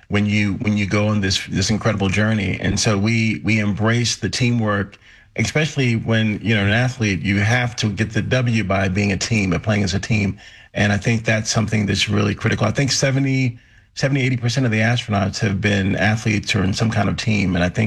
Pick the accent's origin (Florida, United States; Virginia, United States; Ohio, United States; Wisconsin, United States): Virginia, United States; Lynchburg; We're flying over my hometown, Lynchburg, Virginia. And I'm thinking, my mom's probably making meatloaf and mashed potatoes.